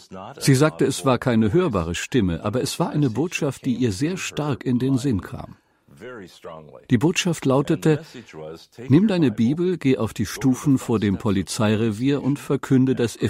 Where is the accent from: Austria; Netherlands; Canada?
Canada; now in Germany; denn diese Gefängnisse sind nicht annähernd so schön wie die hier in Deutschland oder in meinem Heimatland Kanada. In Kanada haben wir sogar Golfplätze im hinteren Teil der Gefängnisse.